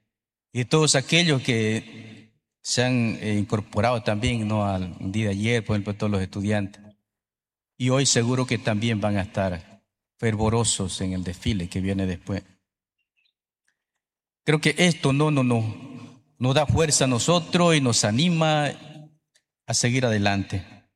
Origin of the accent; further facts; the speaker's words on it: Bolivia; nos sentimos como bolivianos y bolivianas, orgullosos de ser parte de este país.